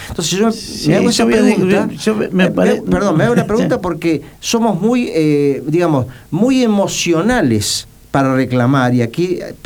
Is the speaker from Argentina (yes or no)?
yes; Argentina; como argentino lo digo esto